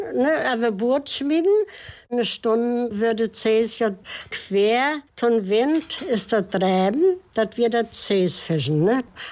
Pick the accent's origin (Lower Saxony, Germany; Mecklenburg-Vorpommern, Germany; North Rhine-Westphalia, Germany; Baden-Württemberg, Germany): Mecklenburg-Vorpommern, Germany; Seedorf; Ich bin in Seedorf auf Rügen geboren und auch auf Wossen.